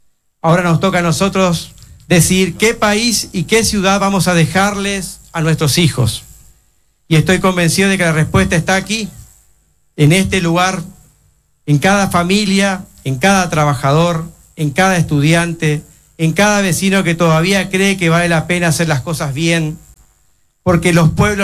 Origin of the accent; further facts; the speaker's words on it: Fontana, Chaco, Argentina; somos argentinos, somos fontanenses